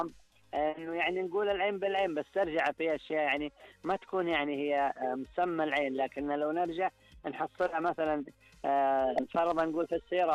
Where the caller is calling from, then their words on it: Badr, Medina Province, Saudi Arabia; أكلمكم من محافظة بدر.